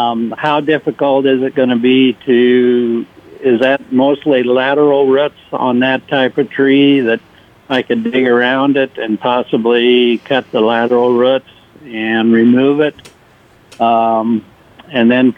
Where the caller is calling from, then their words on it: Plymouth, Nebraska, United States; from Plymouth.